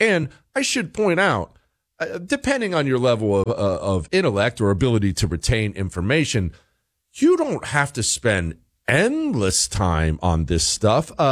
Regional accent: Ohio, United States; born there; I was born in Ohio, but Ab lived in Canada for a while.

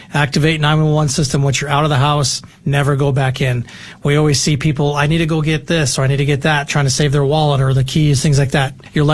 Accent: Arizona, United States; So I'm from here. I'm a native from Arizona.

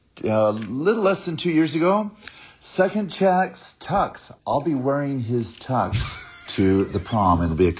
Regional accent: La Mesa, California, United States; I grew up in La Mesa, Helix High School grad

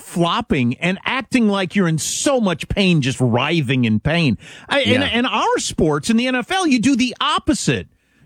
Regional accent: United States; as an American

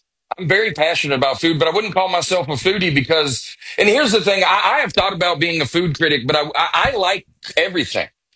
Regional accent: Alabama, United States; also born or lived in West Virginia / Colorado / New York City; now in Nashville, United States; now I just moved to Nashville. But I'm, you know, I was born not too far. I was born in West Virginia, raised in Alabama. So I'm pretty familiar with yens up there.

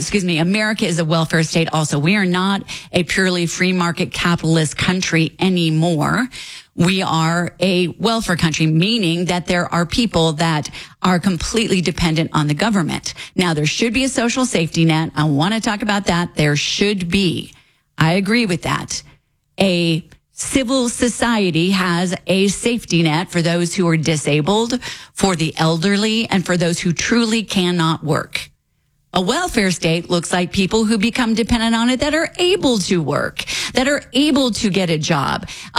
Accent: Denver, Colorado, United States; moved away as an adult; also born or lived in California; I grew up on Lowry Air Force Base.

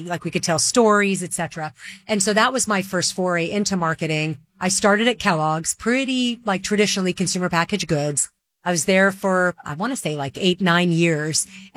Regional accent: Dubai, United Arab Emirates; born or raised there; now in New York, United States

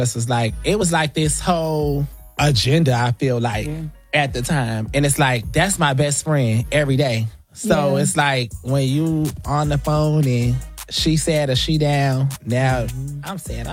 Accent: Florida, United States; it reminded me of growing up in Florida, though. Like, even being... That's when I was a little boy.

